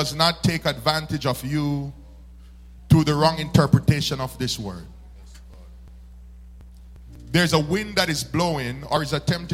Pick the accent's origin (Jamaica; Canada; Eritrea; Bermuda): Jamaica; I usually eat my H because I'm Jamaican